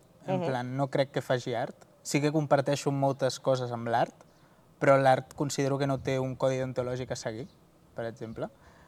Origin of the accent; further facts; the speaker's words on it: Argentona, Catalonia, Spain; no som d'Argentona, quasi.